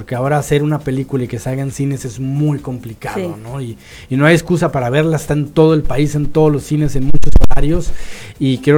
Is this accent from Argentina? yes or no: no; Mexicali, Baja California, Mexico; moved away; en lugar de estar en México, vamos a estar aquí en Mexicali